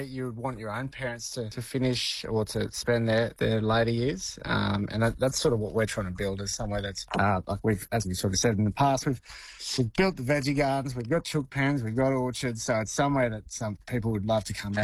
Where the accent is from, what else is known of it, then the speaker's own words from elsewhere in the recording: Dalby, Queensland, Australia; That's right. I'm from Dalby and Brett's from Toowoomba.